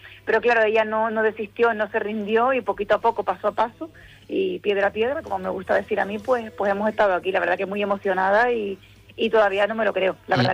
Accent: Canary Islands, Spain

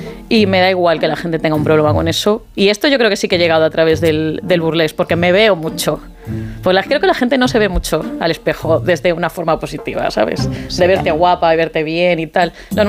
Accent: Vigo, Galicia, Spain; yo soy de Vigo, cuando vuelvo a Vigo, sí noto, pues otra vez

